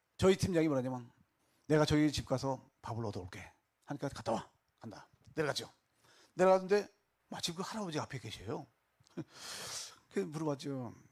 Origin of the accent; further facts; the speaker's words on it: North Korea; now in South Korea; 해서 난 북한 놈 맞아. 그렇게 폭로해버렸어요.